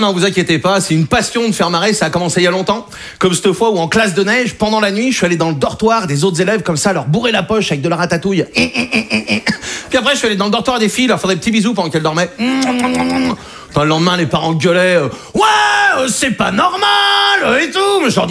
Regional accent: Brittany, France; Je suis breton. J'ai 21 ans.

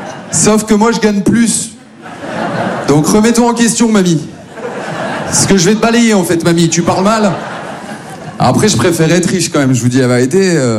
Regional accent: Maubeuge, Hauts-de-France, France; now in Paris, France; Moi, je viens de Maubeuge. Ouais, ça met jamais une bête d'ambiance, ça, t'as vu je... Jamais les gens sont contents, quoi. Non, Maubeuge, c'est une petite ville dans leur Pas-de-Calais, maintenant tout va bien, j'habite à Paris.

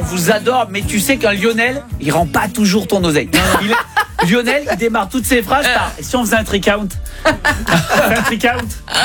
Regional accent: south of France, France; tu sais que je suis supporter de l'OM parce que je suis du Sud

